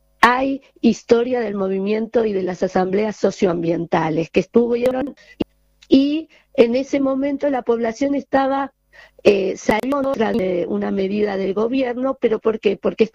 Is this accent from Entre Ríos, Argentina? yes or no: no; Puerto Madryn, Chubut, Argentina; Yo vengo de Puerto Madryn